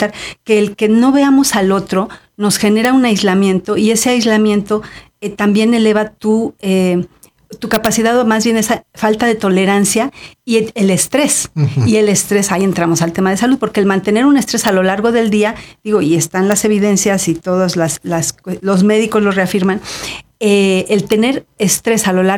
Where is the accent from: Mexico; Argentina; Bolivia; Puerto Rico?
Mexico; somos los mexicanos nos hemos hecho desconfiados.